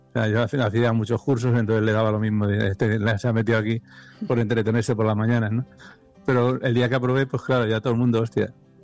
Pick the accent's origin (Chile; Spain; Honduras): Spain; Madrid, Community of Madrid; Yo soy de Madrid, vamos, de Vallecas.